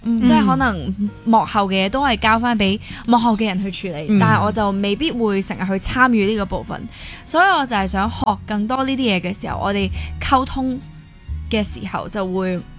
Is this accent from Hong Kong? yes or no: yes; Hong Kong; moved away; 好似得我一個香港人